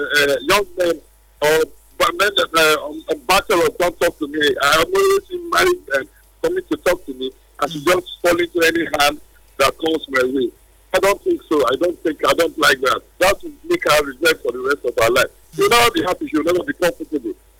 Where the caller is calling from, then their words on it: Port Harcourt, Rivers, Nigeria; I'm calling from Port Harcourt.